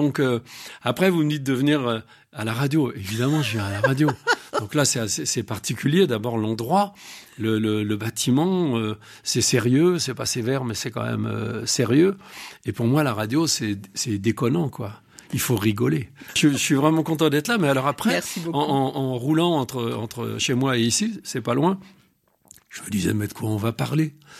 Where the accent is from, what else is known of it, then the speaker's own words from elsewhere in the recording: Montmirail, Grand Est, France; moved away; je viens de Montmirail, dans la Marne.